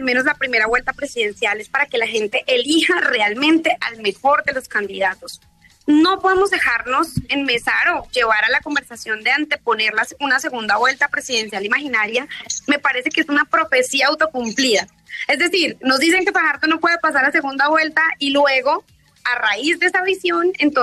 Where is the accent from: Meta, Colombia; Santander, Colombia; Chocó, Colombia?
Santander, Colombia; Bucaramanga; now in Bogotá, Colombia; yo soy santandereana y cuento un poco lo que estaba pasando en mi niñez en Santander, en Bucaramanga